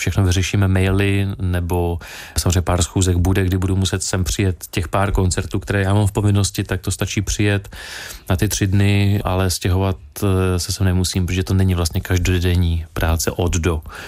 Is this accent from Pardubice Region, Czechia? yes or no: yes; Litomyšl, Pardubice Region, Czechia; also born or lived in Frýdek-Místek / Kroměříž / Brno; now in Ostrava, Czechia; Já jsem se narodil ve Frýdku Místku, takže tam jsem žil, teď žiju v Ostravě, zároveň jsem ale celé dětství vyrůstal v Litomyšli, takže tam jsem začal do Zušky chodit